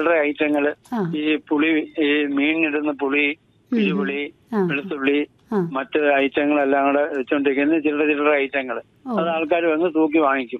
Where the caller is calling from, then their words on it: Punalur, Kerala, India; ഞാൻ പുനലൂർന്ന് വിളിക്കുകയാണ്.